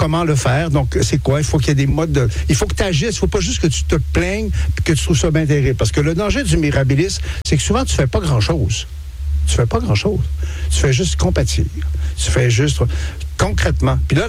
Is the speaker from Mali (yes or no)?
no; Quebec, Canada; now in Montreal, Canada; Moi, je suis Québécois aussi